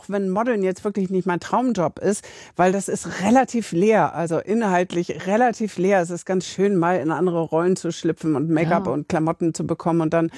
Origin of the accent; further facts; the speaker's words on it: Hamburg, Germany; Eppendorfer Landstraße 18, Ecke Hornstraße. Da bin ich groß geworden, in einem Mehrfamilienhaus.